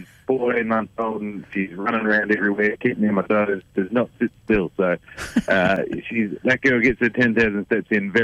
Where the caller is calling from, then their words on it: Melbourne, Victoria, Australia; Calling in from at home at the moment, mate, down in nice, chilly Melbourne.